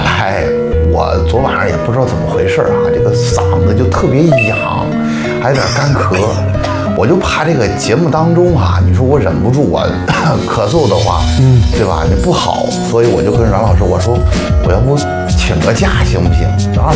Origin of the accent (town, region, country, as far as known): Xuzhou, Jiangsu, China